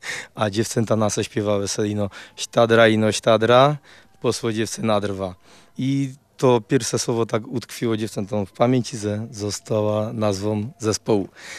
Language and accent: Polish; Szaflary, Lesser Poland, Poland; Pochodzę ze Saflor, z Szaflar, spod Zakopanego.